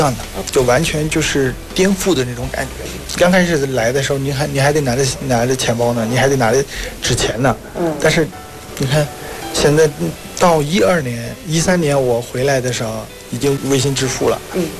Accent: Myanmar; Chinese is a second language; 那种的话，我们缅甸人看着就会感觉哇，这个很好。

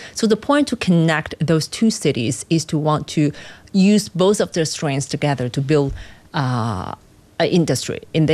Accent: Huamei, China; English is a second language; I was native in the Huamei counties. I want to contribute to my hometown.

